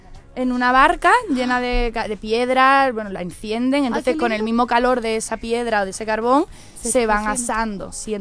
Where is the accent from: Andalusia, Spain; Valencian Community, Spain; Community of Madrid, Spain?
Andalusia, Spain; Torre del Mar; accent: Andalusian; now in Guadalajara, Mexico; como soy andaluza, pues tengo ese acento más.